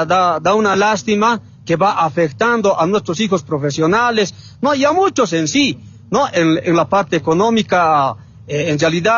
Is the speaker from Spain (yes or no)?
no; Bolivia; nosotros como bolivianos.